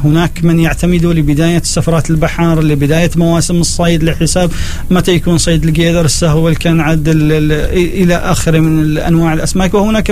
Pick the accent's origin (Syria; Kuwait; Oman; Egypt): Oman; النواخذة اللي موجودين معنا في مرباط أو في صور